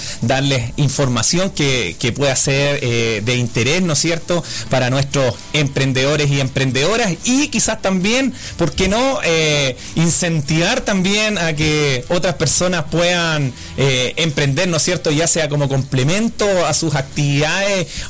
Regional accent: Coronel, Biobío, Chile; Yo soy coronelino, contaba ahí cuando llegué, ¿no es cierto?, que gran parte de mi infancia la pasé aquí en Radio Dinámica

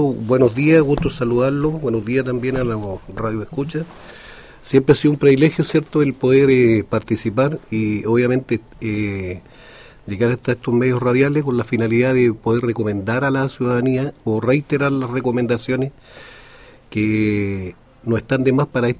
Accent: Chile; somos chilenos, somos, ¿sí?, patriotas

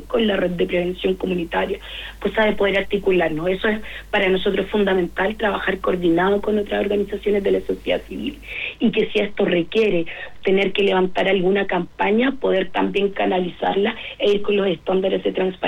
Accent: Ñuble, Chile; Yo también soy de Ñuble

